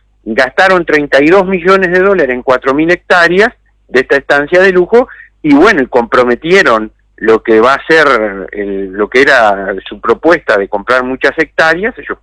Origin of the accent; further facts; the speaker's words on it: Tacuarembó, Uruguay; a mí en Tacuarembó de chiquito